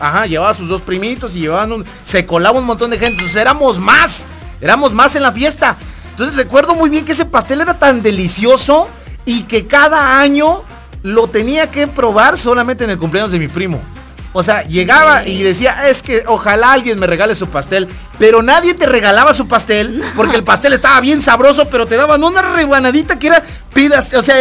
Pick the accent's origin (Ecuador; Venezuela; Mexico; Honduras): Mexico; Matamoros; moved away; allá en mi pueblo, allá en Matamoros.